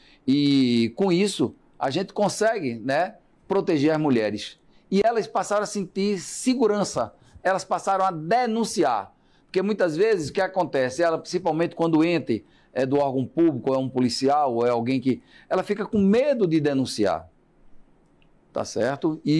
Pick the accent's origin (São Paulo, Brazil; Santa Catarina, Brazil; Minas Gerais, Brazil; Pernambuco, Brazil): Pernambuco, Brazil; lá no meu estado de Pernambuco